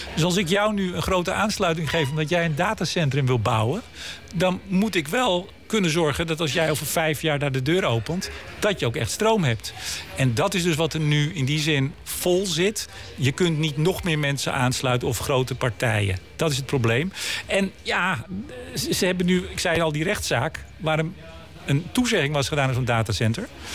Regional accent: Amsterdam, North Holland, Netherlands; ik kom uit Amsterdam

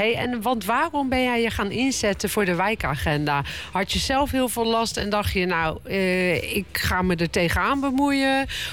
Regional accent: The Hague, South Holland, Netherlands; we gaan even terug naar mijn wijk, waar ik ben opgegroeid, namelijk naar Leienburg, stadsdeel Eskamp natuurlijk.

